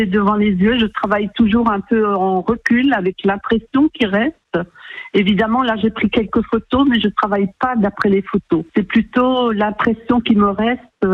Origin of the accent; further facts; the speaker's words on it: Grand Est, France; now in Liverdun, France; je suis née en Moselle.